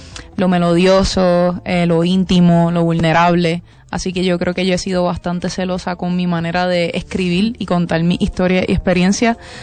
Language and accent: Spanish; Puerto Rico; accent: Puerto Rican; first language Spanish; nuestra identidad boricua o sea, somos hablantes hispanos, como que nuestra lengua principal es el español.